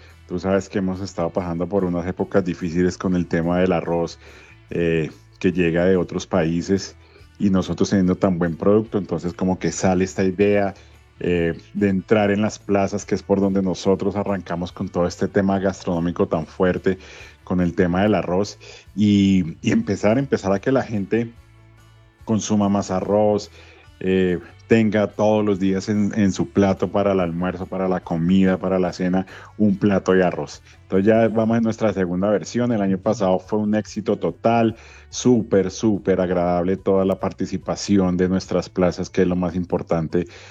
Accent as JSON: {"language": "Spanish", "country": "Colombia", "said": "es muy diferente lo que nosotros buscamos como país colombiano a los países orientales"}